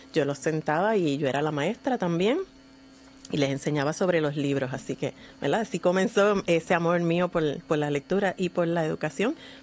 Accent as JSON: {"language": "Spanish", "region": "San Juan", "country": "Puerto Rico", "tie": "born or raised there", "lives_now": "Carolina, Puerto Rico", "said": "yo soy, me crié en Santurce, en Villa Palmera, estudié prácticamente toda mi vida estudiantil por allá, excepto los últimos años, siempre he vivido en Carolina. Pero toda mi familia es de Villa Palmera y pues yo estudié por allá todo el tiempo."}